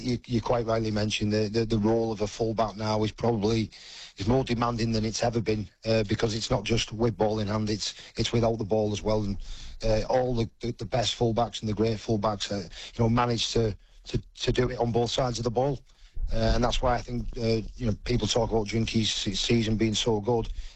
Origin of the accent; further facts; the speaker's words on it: St Helens, North West England, United Kingdom; Obviously, I grew up in St Helens, so I played there from when I was 18 till 35.